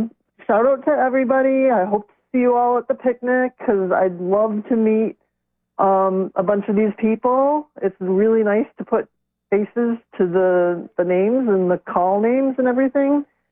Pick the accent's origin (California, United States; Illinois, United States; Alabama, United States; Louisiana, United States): Illinois, United States; now in Minnesota, United States; that I'm part Swedish, too. So I didn't know that was such a common name. Because when I grew up in Illinois, I was like … in my class.